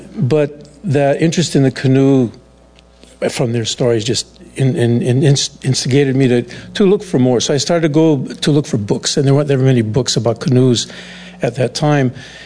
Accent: Honokaa, Hawaii, United States; born or raised there; also born or lived in Lapu'ihoi

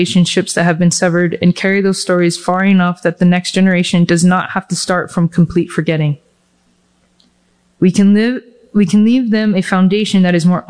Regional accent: Hilo, Hawaii, United States; I'm from Hilo.

